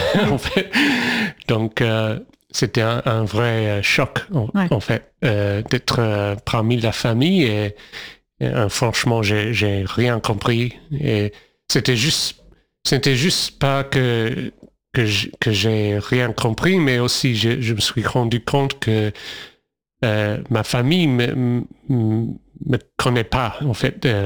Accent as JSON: {"language": "French", "country": "Australia", "tie": "born there", "second_language": "French", "said": "Je suis né en Australie, mais j'ai un père français et j'ai une mère australienne. Donc c'est pour ça en fait. Je n'ai jamais parlé français comme enfant"}